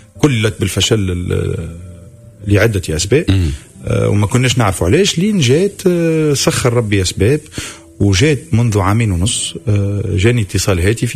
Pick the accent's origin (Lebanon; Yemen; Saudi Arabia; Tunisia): Tunisia; Sidi Bou Said, Tunis Governorate; born or raised there